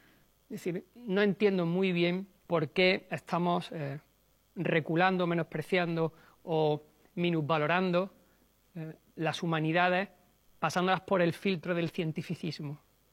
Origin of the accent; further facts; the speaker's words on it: Córdoba, Andalusia, Spain; por traerlo a mi tierra, Córdoba.